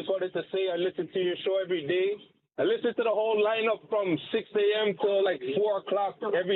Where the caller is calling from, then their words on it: Toronto, Ontario, Canada; from Toronto.